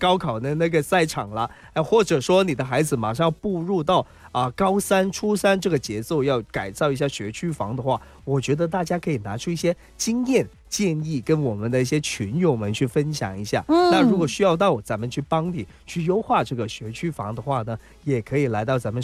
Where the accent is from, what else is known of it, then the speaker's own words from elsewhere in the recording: Guangzhou, Guangdong, China; 我们广州人讲的